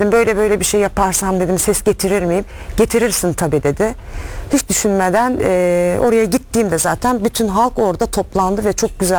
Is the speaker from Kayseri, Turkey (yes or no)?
no; Trabzon, Turkey; İşte biz Trabzonluyuz ya, baba evet.